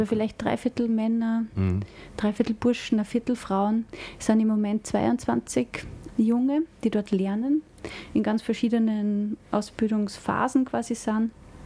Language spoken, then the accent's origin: German; Ebensee, Upper Austria, Austria; Ich bin aus Ebensee, ich bin aus der Gegend